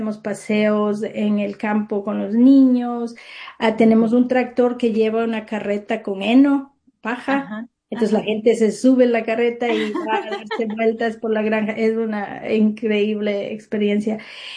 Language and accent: Spanish; Ecuador; moved away as an adult; now in Ghent, New York, United States; Yo soy de Ecuador y cuando era niña yo hacía las cosas, íbamos a ordeñar la vaca, íbamos a cosechar las papas